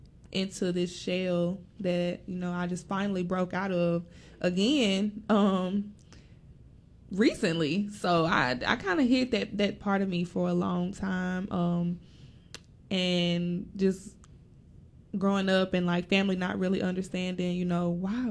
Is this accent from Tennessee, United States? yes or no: yes; Memphis, Tennessee, United States; growing up being a black nerd, was difficult because I'm from Memphis originally, so it was looked down upon